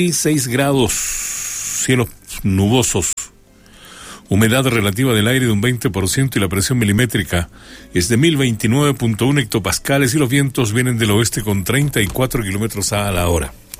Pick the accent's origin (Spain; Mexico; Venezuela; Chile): Chile; Pues como buenos chilenos, a última hora comprando para la gotera